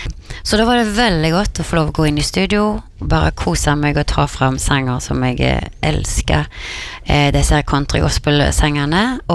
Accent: Karmøy, Rogaland, Norway; moved away; jeg kom jo fra Karmøy

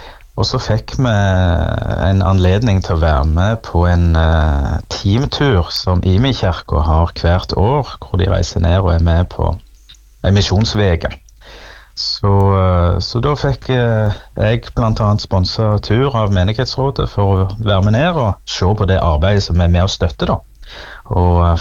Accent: Rogaland, Norway; also born or lived in Sunnmøre; now in Stavanger, Norway; Nå prest hjemme I Rogaland. Det veldig fint I bymenigheten Sandnes. Så jeg har flyttet hjem og gifte meg og etablert meg I Stavanger

